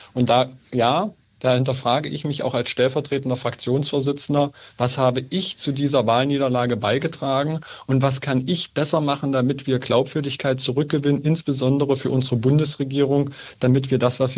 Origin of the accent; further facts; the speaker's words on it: Saxony-Anhalt, Germany; dass unsere Heimat, dass meine Heimat Sachsen-Anhalt wieder auf den richtigen Weg kommt.